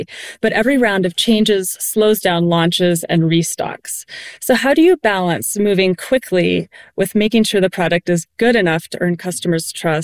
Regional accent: Salt Lake City, Utah, United States; from Salt Lake City

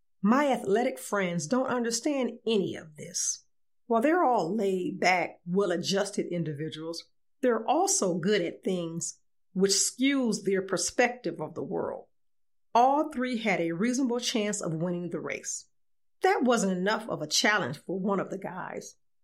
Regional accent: Illinois, United States; moved away; The race is in my hometown in Illinois

